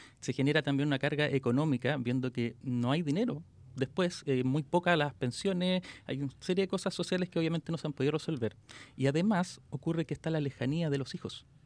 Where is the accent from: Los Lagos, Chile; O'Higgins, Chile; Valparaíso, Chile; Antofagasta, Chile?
O'Higgins, Chile; San Vicente de Tagua Tagua; yo soy sanvicentano, estoy trabajando para mi pueblo, para mi gente.